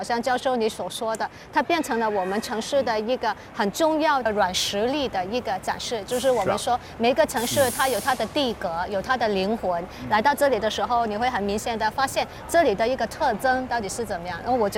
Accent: Macau; 我们澳门人

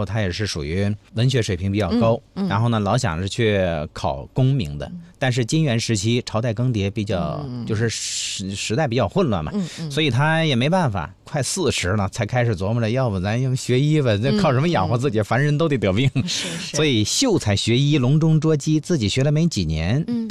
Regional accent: Hebei, China; 是我们河北人应该是

